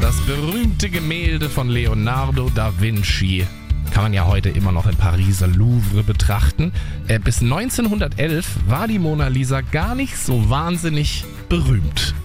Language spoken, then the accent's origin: German; Eutin, Schleswig-Holstein, Germany; born there; Ich bin in Eutin geboren. Habe in Travemünde gelebt 2 Jahre lang.